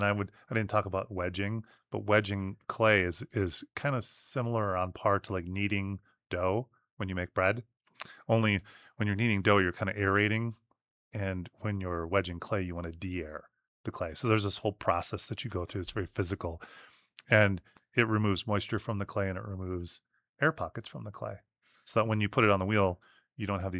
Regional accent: Wisconsin, United States; I'm from Wisconsin.

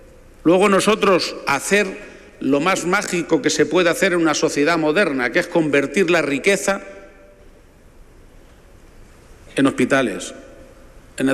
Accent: Spain; Ese optimismo es un optimismo que tengo como español

